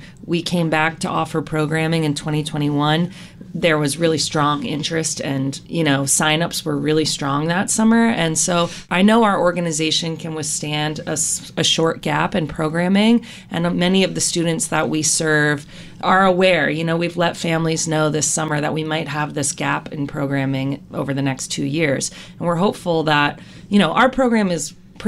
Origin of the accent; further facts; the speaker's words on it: Atlanta, Georgia, United States; I grew up in Atlanta, and my family vacationed out on the Outer Cape.